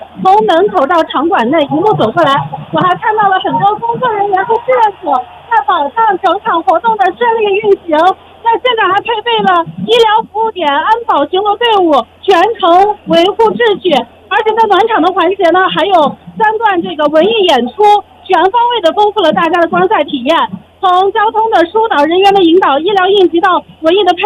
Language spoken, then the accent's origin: Chinese; China